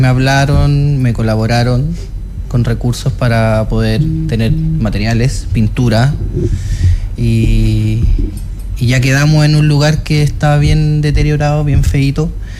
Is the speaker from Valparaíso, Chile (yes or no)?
yes; San Antonio, Valparaíso, Chile; born there; moved away as an adult; now in Cartagena, Chile; yo empecé en San Antonio, yo nací en San Antonio y llevo como 3-4 meses ya viviendo en Cartagena.